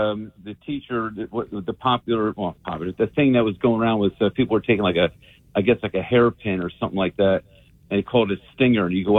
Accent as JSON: {"language": "English", "town": "Ewing", "region": "New Jersey", "country": "United States", "tie": "born or raised there", "moved": "as an adult", "lives_now": "Richmond, Pennsylvania, United States", "said": "because I live on the other side of the creek here, I was raised in Ewing, but I was on, I'm over here in Pennsylvania."}